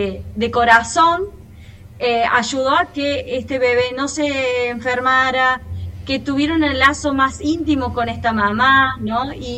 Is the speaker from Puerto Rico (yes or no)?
no; Córdoba, Argentina; moved away as an adult; now in Neuquén, Argentina; nací en Córdoba